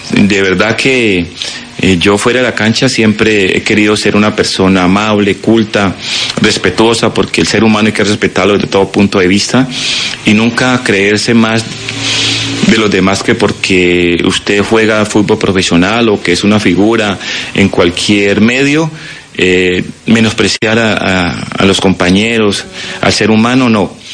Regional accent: Candelaria, Valle del Cauca, Colombia; also born or lived in Cali; ahorita estamos acá en Candelaria nuevamente. Es mi pueblo, donde yo nací, me crié, estoy con mi gente, mi familia

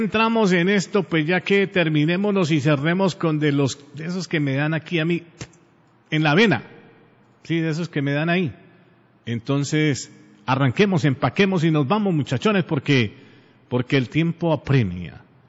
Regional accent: Pereira, Risaralda, Colombia; born there; nací en una ciudad maravillosa, en la querendona, trasnochadora y morena y amañadora Pereira

